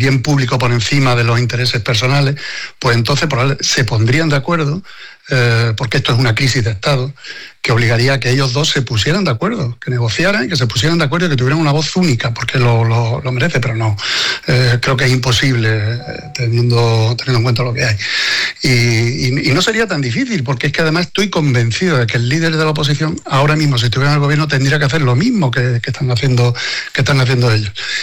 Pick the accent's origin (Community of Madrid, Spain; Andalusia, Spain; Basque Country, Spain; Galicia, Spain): Galicia, Spain; Lugo; Encantado de hablar con vosotros y sobre todo que soy de Lugo, que tengo amistades desde pequeño y a través de mis padres con familia de Lugo.